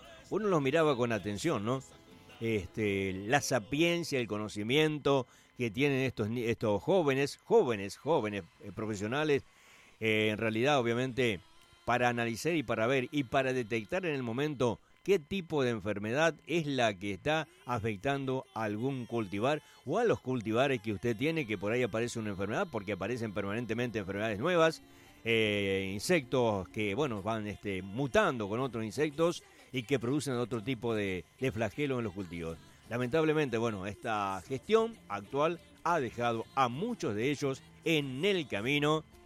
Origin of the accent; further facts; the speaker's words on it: Argentina; somos inventivos los argentinos.